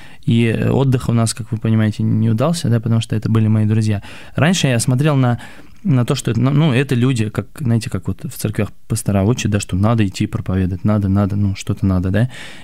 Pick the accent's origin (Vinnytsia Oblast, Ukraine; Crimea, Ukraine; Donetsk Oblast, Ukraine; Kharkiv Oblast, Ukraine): Crimea, Ukraine; Yalta; moved away; я просто все детство я провел в Ялте